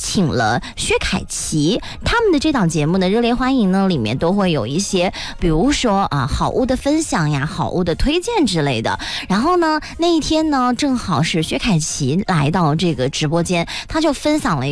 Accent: Anhui, China; 其实也非常符合我们安徽人很下饭的这个特点

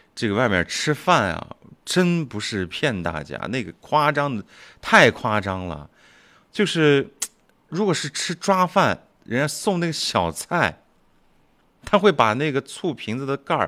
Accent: Shihezi, Xinjiang, China; 我一个从小生在长在石河子的人来说，我从小啊，巧了，亲爱的朋友们，我还出生在就是在八毛石河子八毛这个地方啊，81毛纺厂，从小就吃八毛凉皮儿啊

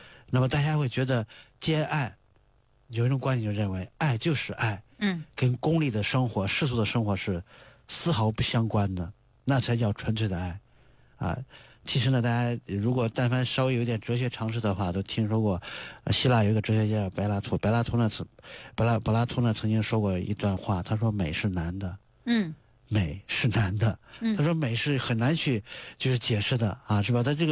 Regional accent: China; 我们中国人

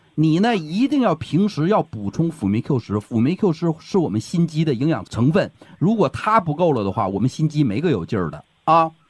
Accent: Northeast China, China; accent: Northeast Chinese; 就是我按我们东北话讲就是脸开始胖了

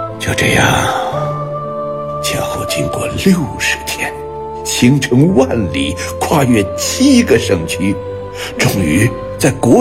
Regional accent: Jingxi, Guangxi, China; moved away as an adult; now in Xinjiang, China; 我们的家乡广西靖西解放了。

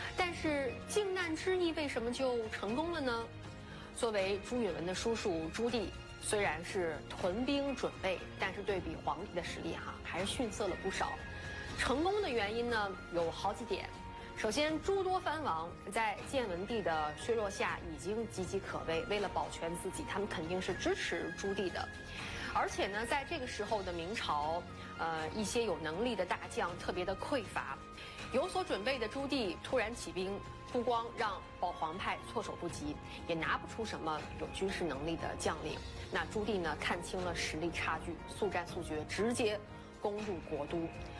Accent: China; 我们中国人

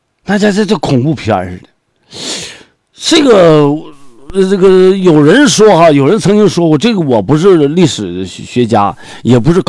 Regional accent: China; 跟咱们中国呢

